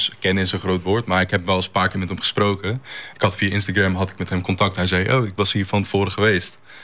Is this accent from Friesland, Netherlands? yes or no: yes; Heerenveen, Friesland, Netherlands; Van, ik ben geboren en getogen Heerenveen.